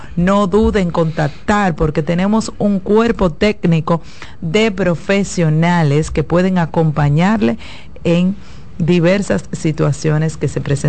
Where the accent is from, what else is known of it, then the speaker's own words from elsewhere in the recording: Dominican Republic; Donde quiera que nos encontremos como dominicanos